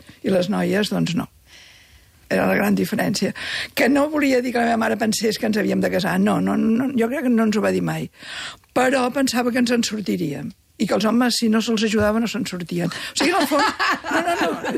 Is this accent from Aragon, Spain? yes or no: no; Barcelona, Catalonia, Spain; born there; la meva família, el que marcava més és que eren molts. Això marcava molt, perquè ser 11 germans vol dir, i sense ser rics, i viure al Raval, doncs marca.